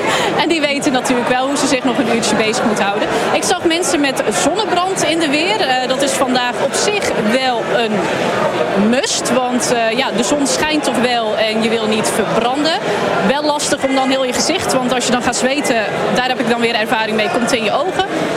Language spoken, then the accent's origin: Dutch; Zeeland, Netherlands; Ja, even Zeeuws-Vlamingen onder elkaar.